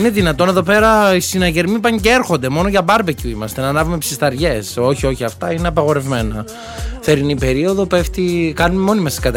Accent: Neochori, Central Macedonia, Greece; moved away; Πήγα στους δικούς μου στις αίρες στο χωριό μου, στο Νεοχώρι

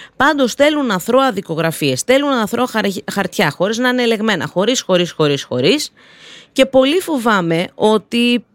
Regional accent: Greece; εγώ να σου πω κάτι ως Ελληνίδα τώρα

